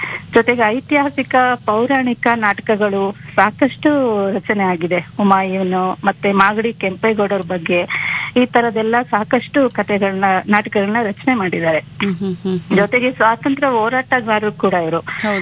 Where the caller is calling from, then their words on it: Hassan, Karnataka, India; ಹಾಸನದಿಂದ.